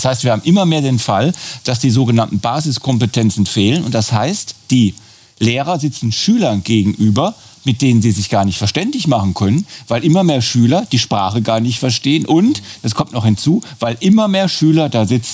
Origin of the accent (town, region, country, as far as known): Ludwigshafen, Rhineland-Palatinate, Germany